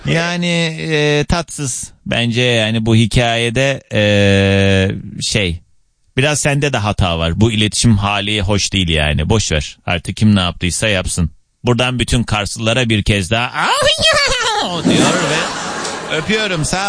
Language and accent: Turkish; Kars, Turkey; benim memleketime laf edildiği için söyleyeyim. Ordunun ben neyi var da siz Kars'a ne laf ediyorsunuz?